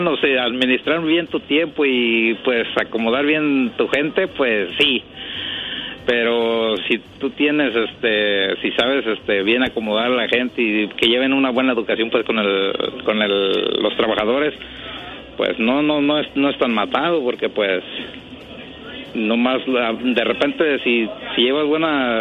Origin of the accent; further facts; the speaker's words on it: Tingambato, Michoacán, Mexico; moved away as an adult; now in Camp Verde, Arizona, United States; Se llama un pueblito en Michoacán, se llama Tingambato. Está entre Pátzcuaro y Uruapan.